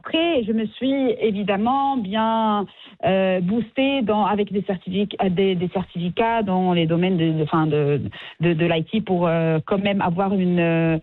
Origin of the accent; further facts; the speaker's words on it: Morocco; au Maroc, alhamdoulilah, nous on ne vit pas cette discrimination entre hommes et femmes dans le domaine de l'IT.